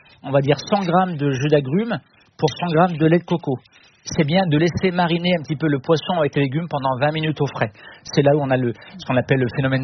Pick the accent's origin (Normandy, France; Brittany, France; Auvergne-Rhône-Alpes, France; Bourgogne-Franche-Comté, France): Auvergne-Rhône-Alpes, France; Je suis originaire d'Auvergne, j'aurais envie de faire un lait de noix à l'automne